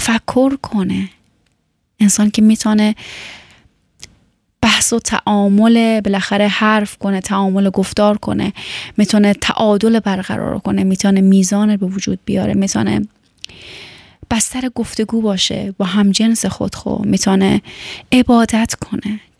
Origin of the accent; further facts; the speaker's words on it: Afghanistan; چون وقتی که میگی من از افغانستان هستم، هموطنهای تو انقدر گل کاشتن که تو دیگه جایی نمیبینی که حرف بزنی و بالاخره سر صحبت باز کنی که من از افغانستان هستم.